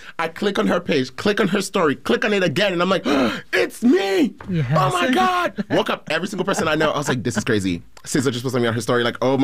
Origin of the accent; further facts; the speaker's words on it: Haiti; like, I'm from Haiti and, you know, and I talk to other immigrants and stuff like that.